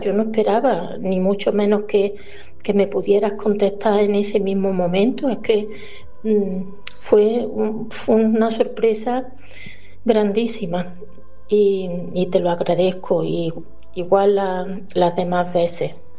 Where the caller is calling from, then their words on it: Córdoba, Andalusia, Spain; de Córdoba.